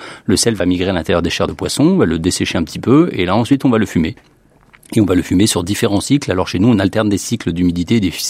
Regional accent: Auvergne-Rhône-Alpes, France; Donc on est de la Dombes, on aime le poisson, on a été bercé avec, et reprendre une société dans ce patrimoine culturel et dans cette zone géographique, pour nous, c'était une évidence.

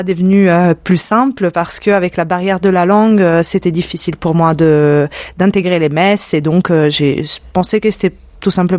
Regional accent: Sicily, Italy; French is a second language; moved away as an adult; now in France; je viens d'Italie, je viens de Sicile tout particulièrement, et comme beaucoup le savent, la foi est très ancrée là-bas. Donc je viens d'une famille catholique, chrétienne

